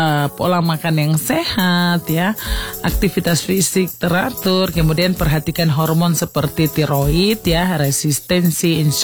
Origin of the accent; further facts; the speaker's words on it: Merauke, South Papua, Indonesia; Kita orang Merauke biasa bilang begitu kan.